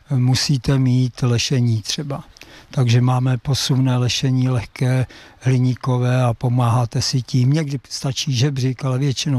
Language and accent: Czech; Liberec, Liberec Region, Czechia; moved away; Já jsem se narodil v Liberci vedle botanické zahrady.